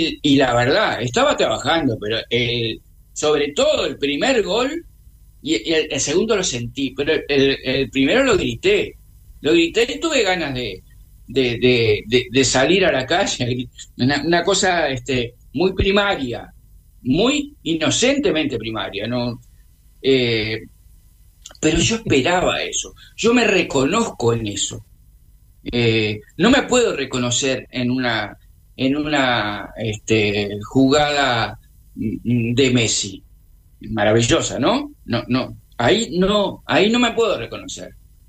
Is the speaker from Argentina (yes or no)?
no; Uruguay; yo si no sería uruguayo, sería argentino